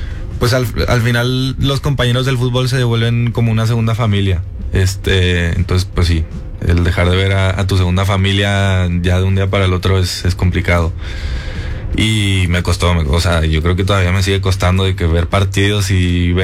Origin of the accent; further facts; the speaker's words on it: Madrid, Community of Madrid, Spain; moved away; also born or lived in United States; Yo crecí en Madrid con mi mamá y ella me ponía mucho, me acuerdo … me ponía mucho rock.